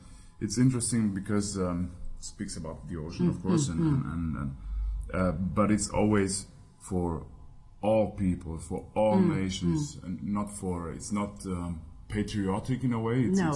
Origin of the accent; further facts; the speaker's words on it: Trentino-Alto Adige, Italy; first language Ladin; English is a second language; Ladin, yes, is my first language. It's my, yes, mother tongue. But only 30,000 people speak this language, and it's a bunch of dialects.